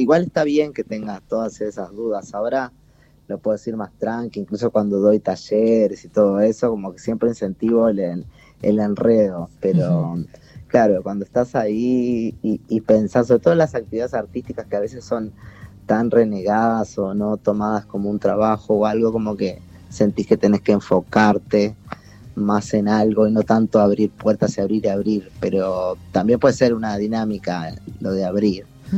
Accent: Uruguay; yo soy uruguayo.

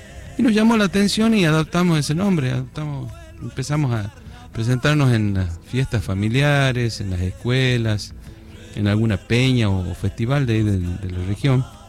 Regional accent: Tucumán, Argentina; Es muy bueno para nosotros, por ejemplo, que venimos de la provincia de Tucumán, donde nos encontramos con algunos amigos que hace mucho tiempo se radicaron acá en Buenos Aires.

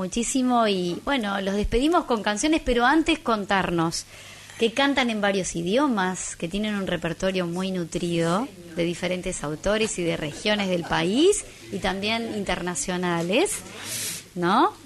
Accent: Basavilbaso, Entre Ríos, Argentina; yo soy de Basavil Vaso, bueno, ya deben estar cansados de escucharme, pero bueno, orgullosa también de donde soy

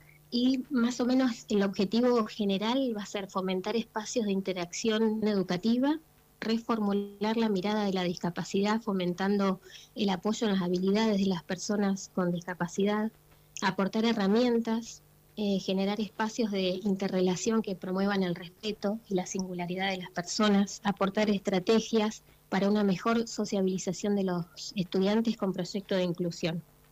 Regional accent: Jacobacci, Río Negro, Argentina; now in Viedma, Argentina; yo soy de Jacobasi, soy nacida en Jacobasi, me vine desde muy adolescente ya para Viedma

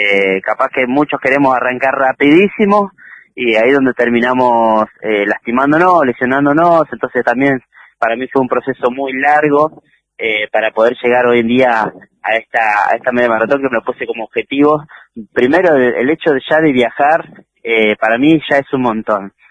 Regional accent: Río Mayo, Chubut, Argentina; los dos somos de Río Mayo, crecimos juntos, entrenábamos juntos

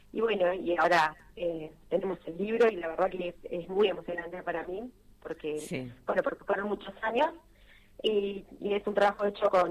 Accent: Salta, Argentina; born there; Yo nací en Salta, que nací en Salta por el trabajo de mi papá, que era el petróleo.

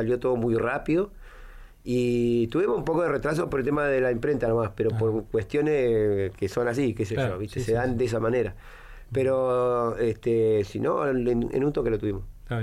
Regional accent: Río Gallegos, Santa Cruz, Argentina; De acá, de Río Gallegos.

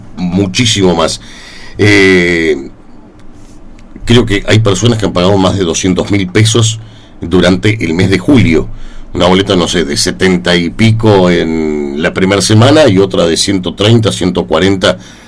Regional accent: Patagonia, Argentina; Somos patagónicos, estamos acostumbrados

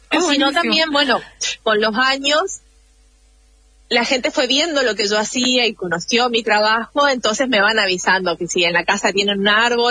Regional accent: Ciudad del Este, Alto Paraná, Paraguay; born there; Yo nací en Ciudad del Este, en Paraguay.

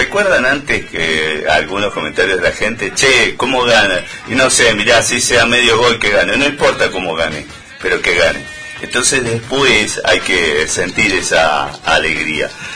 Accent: Argentina; si nosotros somos argentinos

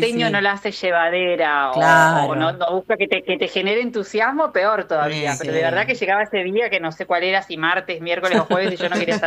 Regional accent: Federal, Entre Ríos, Argentina; nosotros en la Maximio Saba Victoria de Federal Entre Ríos, donde yo nací y me crié

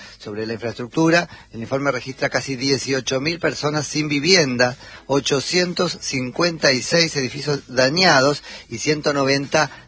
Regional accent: Argentina; eso tiene un poco que ver con lo que somos los argentinos.

